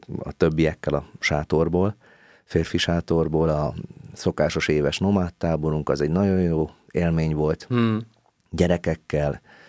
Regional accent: Somogy, Hungary; born there; now in Budapest, Hungary; én Somogyban születtem, úgyhogy nekem az a szívem csücske itt a déli part

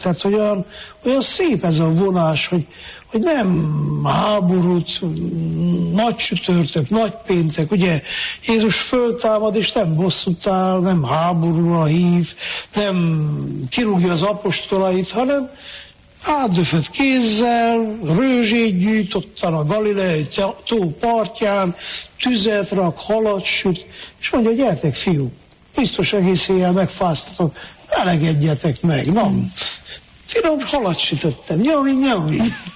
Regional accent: Miercurea Ciuc, Harghita, Romania; Hát ugye én Csíkszeredában nőttem fel, ott vannak ferencesek Csíksomjón

